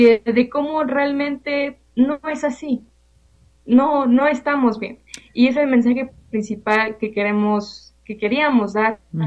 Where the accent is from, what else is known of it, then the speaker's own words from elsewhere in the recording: Coalcomán, Michoacán, Mexico; yo vengo del municipio de Cualcomán.